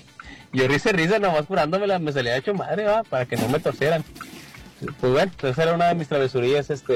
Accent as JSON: {"language": "Spanish", "town": "Apodaca", "region": "Nuevo León", "country": "Mexico", "tie": "born there", "said": "yo en la secundaria fue aquí en Nuevo León. Fue aquí en Apodaca, en la secundaria 81."}